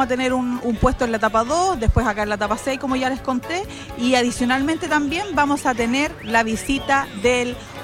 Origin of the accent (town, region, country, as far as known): Chile